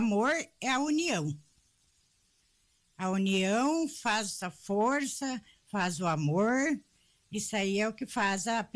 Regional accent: Fontoura Xavier, Rio Grande do Sul, Brazil; now in Soledade, Brazil; Não, eu não nasci em Soledade. Eu sou natural de Fontoura Xavier. Morava no interior de Fontoura Xavier, na Picada Rosa.

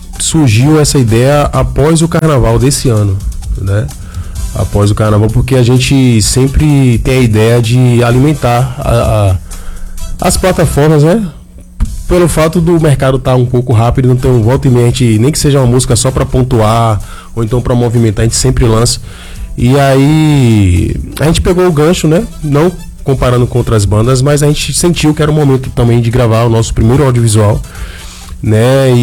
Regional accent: Alagoinhas, Bahia, Brazil; Sim, sou natural de Alagoinhas.

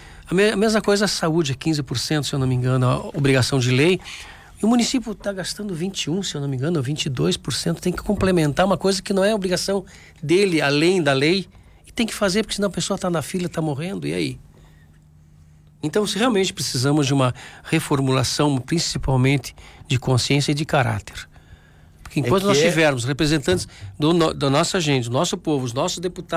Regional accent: Brazil; nós somos brasileiros, somos patriotas, somos daqui do Brasil

